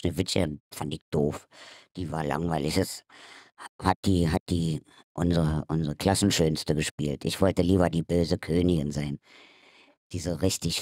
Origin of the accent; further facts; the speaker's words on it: Berlin, Germany; accent: Berliner Dialekt; moved away as an adult; mit meinem Berliner Dialekt, als ich nach dem Westen kam und mich vorgestellt habe